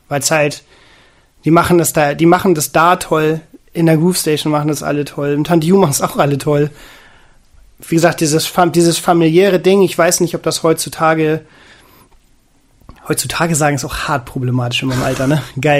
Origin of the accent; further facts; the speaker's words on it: Northern Germany, Germany; Wir sind aus Norddeutschland.